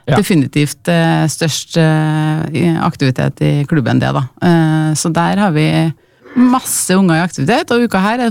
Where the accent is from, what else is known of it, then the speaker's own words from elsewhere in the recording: Vikhammer, Trøndelag, Norway; Jeg bor der selv, født og oppvokst på Vikhammeråsen, og vi har aldri hatt denne plassen hvor vi kan møtes og bare sitte i lag.